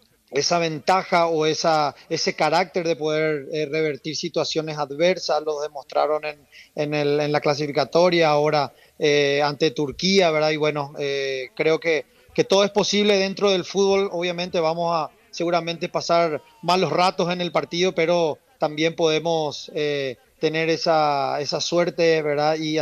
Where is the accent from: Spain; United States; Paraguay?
Paraguay